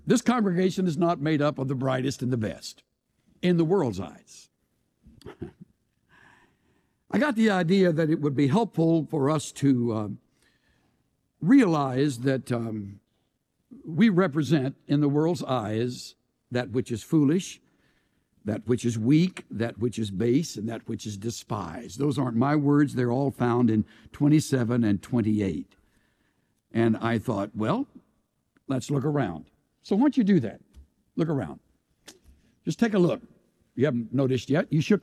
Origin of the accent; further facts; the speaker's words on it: El Campo, Texas, United States; Me, I'm from the great metropolis of El Camp